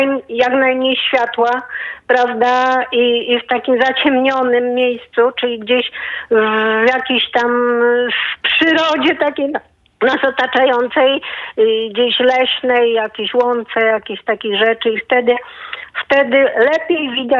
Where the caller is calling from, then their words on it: Warsaw, Masovian Voivodeship, Poland; z Warszawy